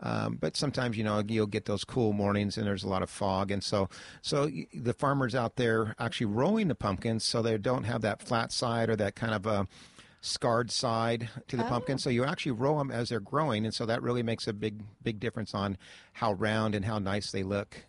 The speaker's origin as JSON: {"language": "English", "region": "Washington", "country": "United States", "tie": "born or raised there", "moved": "yes", "lives_now": "Ventura, United States", "said": "growing up in Washington, I was always out in the woods, cutting firewood and so forth."}